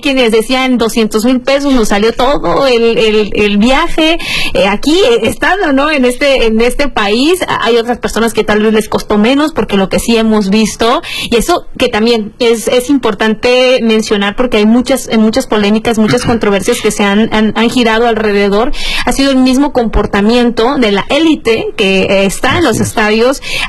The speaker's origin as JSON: {"language": "Spanish", "country": "Mexico", "said": "qué increíbles somos los mexicanos"}